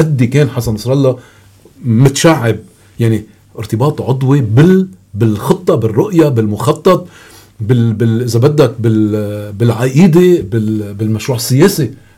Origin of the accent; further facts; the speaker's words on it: Lebanon; شو أنا لبناني يعني